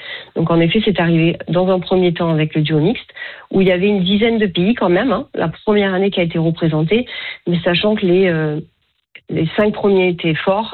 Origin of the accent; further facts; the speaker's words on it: France; chez nous, en France